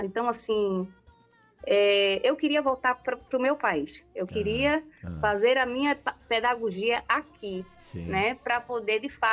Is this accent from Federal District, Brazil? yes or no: no; Recife, Pernambuco, Brazil; moved away as an adult; also born or lived in Porto, Portugal; no meu estado... Pernambuco, eu sou pernambucana, recifense